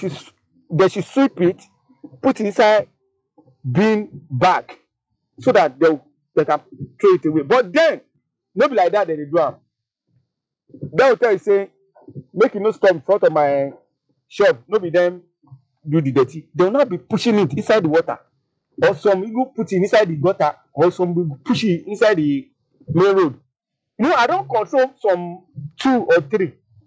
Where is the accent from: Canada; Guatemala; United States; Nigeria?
Nigeria; I'm part of Nigeria. I'm a Nigerian, I'm part of everybody.